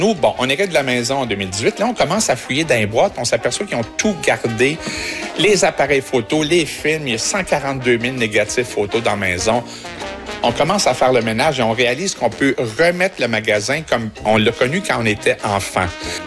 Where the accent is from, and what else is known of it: Matane, Quebec, Canada; born there; also born or lived in Montreal